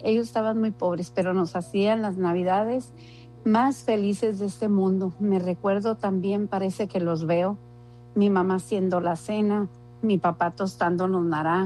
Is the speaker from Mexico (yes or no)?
yes; Chihuahua, Mexico; now in Phoenix, United States; de Phoenix, pero vengo de un pueblito de Chihuahua.